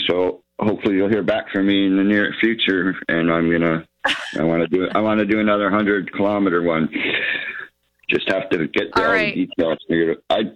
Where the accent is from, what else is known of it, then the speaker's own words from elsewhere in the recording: Thorold, Ontario, Canada; And I go, holy cow, you can't believe this. I'm from Thorold.